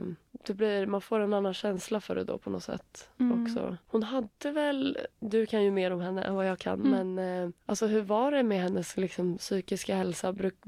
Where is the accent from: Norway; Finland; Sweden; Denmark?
Finland; accent: Finland Swedish; Ursäkta min finlandssvenska.